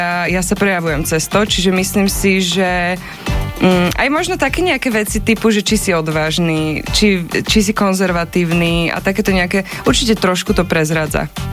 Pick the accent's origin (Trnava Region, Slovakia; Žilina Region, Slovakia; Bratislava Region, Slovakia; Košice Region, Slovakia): Bratislava Region, Slovakia; Bratislava; Ja som z Bratislavy.